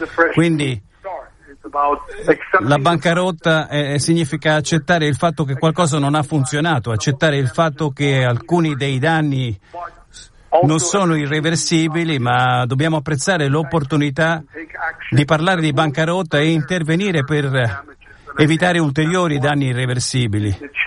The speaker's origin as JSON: {"language": "Italian", "country": "Iran", "tie": "born or raised there", "moved": "yes", "said": "Io sono cresciuto in Iran. Un paese che è sempre stato famoso per i suoi problemi idrici."}